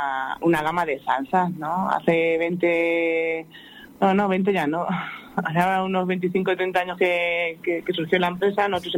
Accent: Spain; posiblemente olemos a ajo en general los españoles.

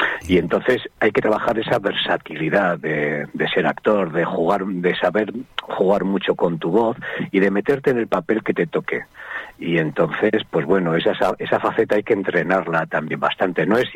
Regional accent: Castro Urdiales, Cantabria, Spain; Claro, yo soy de Cantabria, soy de Castruriales

